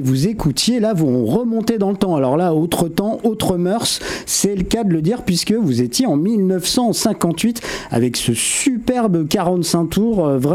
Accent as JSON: {"language": "French", "region": "Grand Est", "country": "France", "said": "Moi je regardais dans ma région d'origine, là il y a de la neige à la Bresse, vous êtes dans les Vosges."}